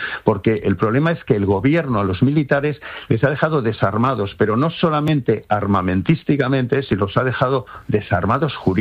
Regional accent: Spain; Somos españoles, patriotas

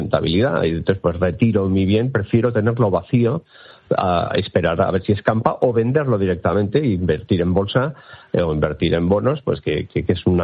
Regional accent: Bilbao, Basque Country, Spain; O sea, yo que soy de Bilbao y se me pongo el ejemplo muy sencillo. O sea, si se prohibiera desahuciar a los vascos, nadie alquilaría a los vascos.

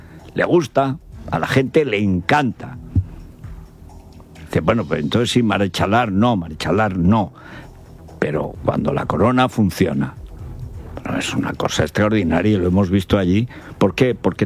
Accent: Aragon, Spain

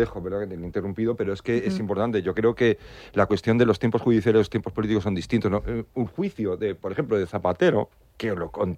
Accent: Spain; yo soy muy español y soy muy patriota

